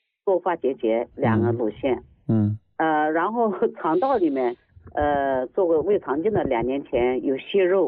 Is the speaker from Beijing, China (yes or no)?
no; Jiangsu, China; 我是江苏的。